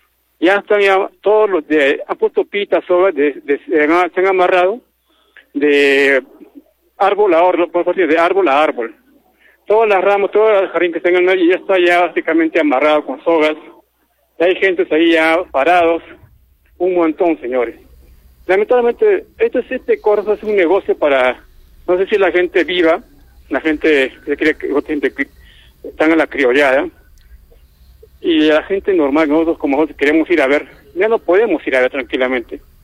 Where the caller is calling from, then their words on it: Arequipa, Peru; nosotros somos arequipeños.